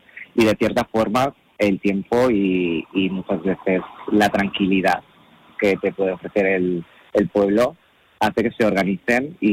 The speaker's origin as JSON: {"language": "Spanish", "region": "Castilla-La Mancha", "country": "Spain", "accent": "Castilla-La Mancha", "said": "yo hablo Castilla-La Mancha, es que yo no vendo, no me voy por ahí por ir a mi pueblo, ¿sabes? Por reencontrarme, por volver como a esas otras raíces que están ahí"}